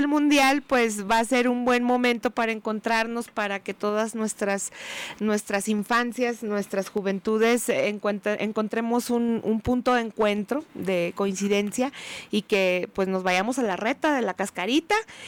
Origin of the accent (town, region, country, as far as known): Mexico